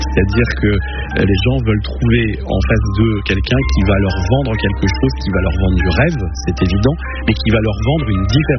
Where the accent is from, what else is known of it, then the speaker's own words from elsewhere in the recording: Douai, Hauts-de-France, France; now in Lille, France; dans ma ville natale de Douai, parce que je suis douaisien, je suis un enfant de Gaillon, comme on dit, et je suis arrivé ensuite à Lille il y a déjà presque 25 ans